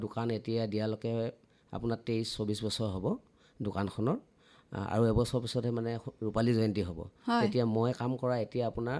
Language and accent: Assamese; Assam, India; বিশেষ আমাৰ নিজৰ অসমীয়া মানুহৰ কামখিনি, খোলটো আমাৰ নিজৰ, ঢোলটো নিজৰ, আৰু নেগেৰাখিনিও নিজৰে।